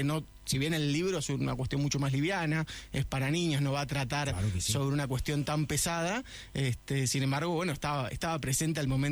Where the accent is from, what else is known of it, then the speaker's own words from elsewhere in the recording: Argentina; moved away as an adult; now in Chile; como argentino, que siempre pude entrar en Chile